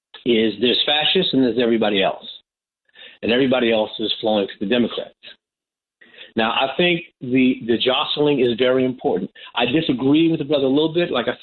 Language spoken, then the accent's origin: English; California, United States; I am from California. I'm a black liberal. I am from California.